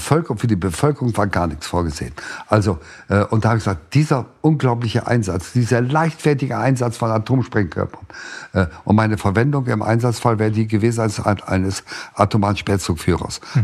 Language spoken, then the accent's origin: German; Lohne, Lower Saxony, Germany; und dann natürlich auch sind wir in einem Vertriebenenlager aufgewachsen, als Kind am Rande eines kleinen Städtchens, weit am Rande, nur